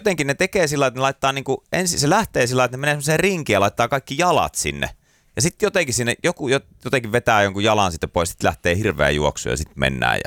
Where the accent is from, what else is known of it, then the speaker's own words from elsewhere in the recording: Imatra, South Karelia, Finland; mutta meillä Imatralla kokoonnuttiin siihen Meltolan leikkipaikalle